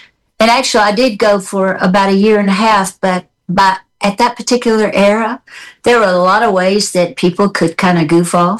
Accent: Memphis, Tennessee, United States; Teeny, you're from Memphis. I'm from Memphis. We should know each other.

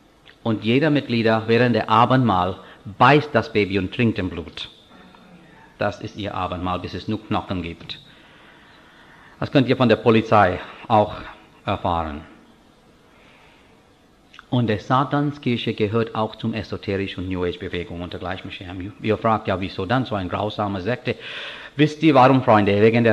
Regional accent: India; German is a second language; moved away; Also als Inder, ich bin Christentum und Jesus Christus sehr dankbar.

